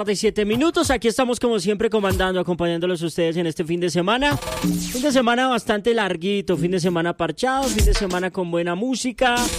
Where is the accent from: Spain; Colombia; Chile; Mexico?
Colombia; no por Argentina, no por nada, yo la verdad soy colombiano.